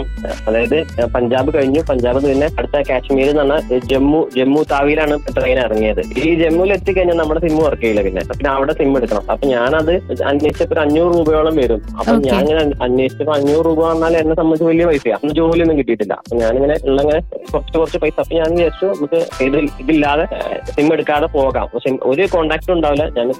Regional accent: Nilambur, Kerala, India; നിലമ്പൂരാണ് സ്ഥലം, മലപ്പുറമാണ്

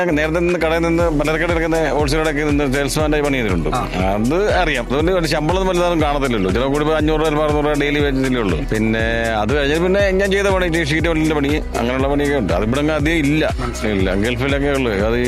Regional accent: Kaithakode, Kerala, India; കൈതക്കോട് പുത്തൂര്. അവിടെ നിന്ന് 6 കിലോമീറ്റർ കൈതക്കോട്.

